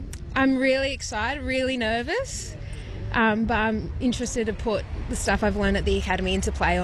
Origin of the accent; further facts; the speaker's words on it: Wellington, New South Wales, Australia; I grew up in Wellington